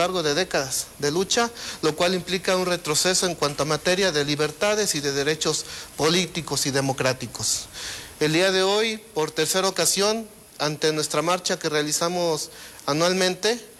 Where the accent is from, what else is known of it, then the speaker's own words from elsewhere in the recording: Morelia, Michoacán, Mexico; Y pues prácticamente incluso hasta compañeros que somos de aquí de Morelia, se nos quiere lanzar fuera de la ciudad.